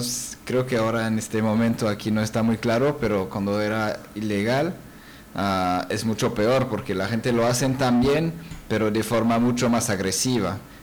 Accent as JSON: {"language": "Spanish", "region": "Geneva", "country": "Switzerland", "moved": "yes", "said": "Yo soy de Ginebra, de la parte Ginebra. Francesa."}